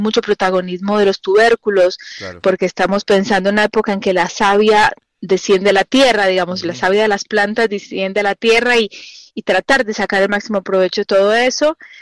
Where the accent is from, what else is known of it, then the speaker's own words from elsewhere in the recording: Mendoza, Argentina; que también nos da esa identidad como mendocinos